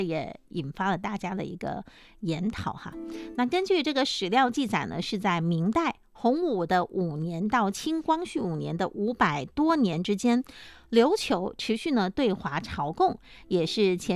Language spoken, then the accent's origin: Chinese; Fujian, China; 我们闽南，我们福建人